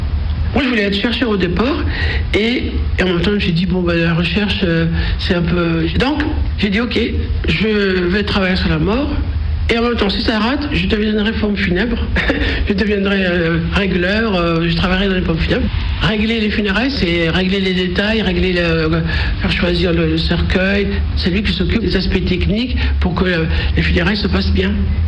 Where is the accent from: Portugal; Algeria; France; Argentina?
Algeria; Skikda, Skikda Province; born there; je suis née en Algérie, à Skida, en 1963, ex-Philippeville.